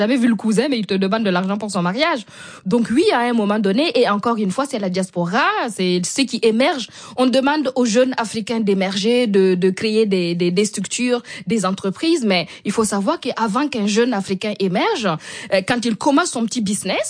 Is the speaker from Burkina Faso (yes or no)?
yes; Burkina Faso; notamment chez moi au Burkina, ils ont fait des bons